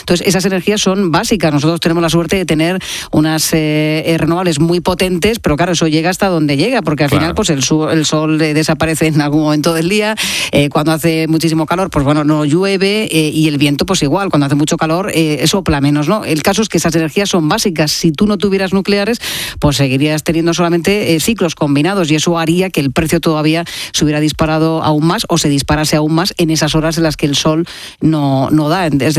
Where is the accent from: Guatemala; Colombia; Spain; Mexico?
Spain; Region of Murcia; lo que hemos hecho toda la vida en el sur, si es que los murcianos esto no lo sabemos muy bien.